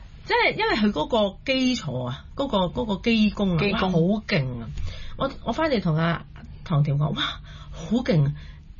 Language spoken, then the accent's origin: Cantonese; Macau; 我係澳門一個土生土長一個人，我唔係一個紅褲仔出身嘅人